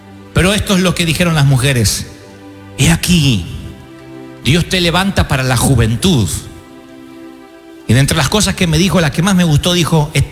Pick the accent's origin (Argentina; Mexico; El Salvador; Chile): Argentina; Quien no me conoce y que sabe que soy argentino